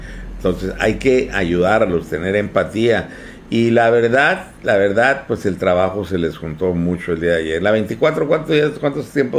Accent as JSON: {"language": "Spanish", "area": "the Valley", "region": "Baja California", "country": "Mexico", "said": "nosotros también somos del Valle"}